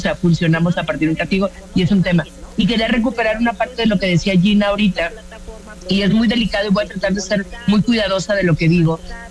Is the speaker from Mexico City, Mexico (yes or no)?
no; Culiacán, Sinaloa, Mexico; Yo soy de Culiacán, pero nosotros decimos frontera completa. Frontera con Sonora y Sonora frontera con Phoenix, frontera nosotros.